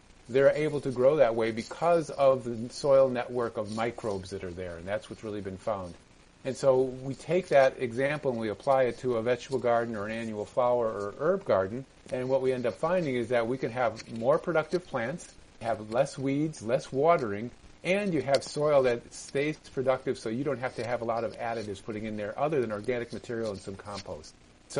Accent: Connecticut, United States; So as you said, I grew up in Connecticut with my Italian grandparents' farm in our backyard.

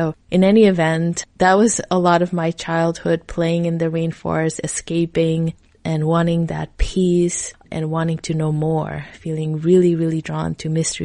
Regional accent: Suriname; I'm from Suriname. It's a country right above Brazil that not many people have heard of.

